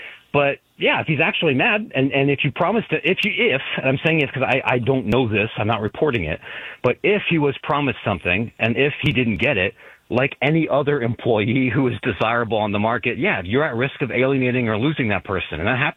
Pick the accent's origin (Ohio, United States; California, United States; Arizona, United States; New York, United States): Ohio, United States; Columbus; now in Chicago, United States; I'm from Columbus. I live in Chicago now. I went to Ohio State.